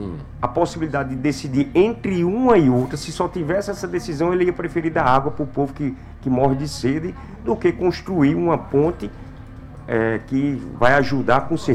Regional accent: Cabedelo, Paraíba, Brazil; eu sou oriundo de Cabedelo, fui vice-cabedelo

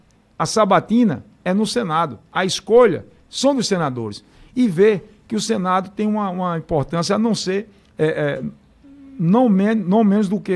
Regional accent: Sousa, Paraíba, Brazil; e sou de Souza, sou deputado, que tem boas propostas

